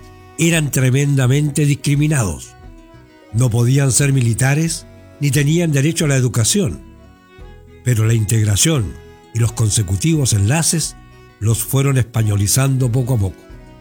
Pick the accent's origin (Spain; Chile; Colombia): Chile; Así se estaba formando la raza que tenemos como chilenos.